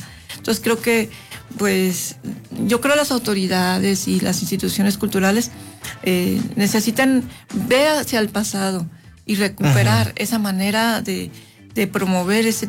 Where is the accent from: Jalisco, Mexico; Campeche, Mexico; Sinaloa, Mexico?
Sinaloa, Mexico; moved away as an adult; now in San Luis Potosí, Mexico; En Sinaloa, en mi tierra natal